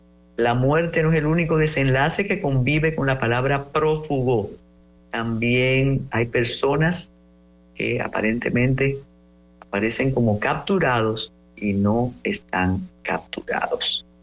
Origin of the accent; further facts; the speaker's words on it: Cuba; now in Dominican Republic; Los cubanos que vivimos en una sociedad democrática como la dominicana conocemos el valor de expresar nuestras opiniones.